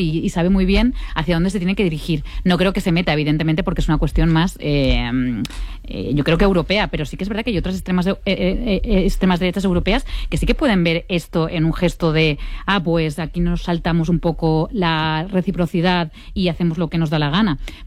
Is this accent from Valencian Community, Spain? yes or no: yes; Castellón, Valencian Community, Spain; Yo soy de Castellón y además acabamos de sufrir un terrible incendio en la Sierra de Espadà, que también está entre Castellón y Valencia.